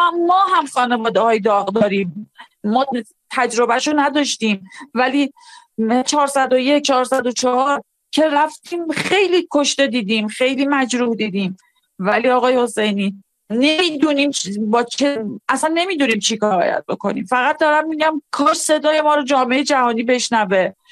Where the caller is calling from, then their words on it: Iran; ما یه ایرانیم، ما یه ایرانیم